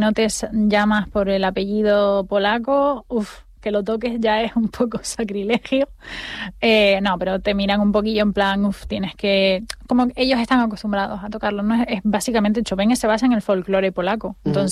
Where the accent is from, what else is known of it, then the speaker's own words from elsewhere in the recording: Spain; todos los españoles tenemos una especie de complejo.